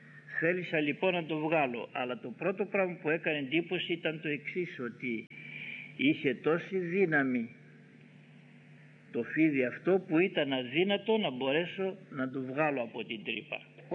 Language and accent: Greek; Ioannina, Epirus, Greece; Εγώ όταν ήμουν μικρό στα Γιάννενα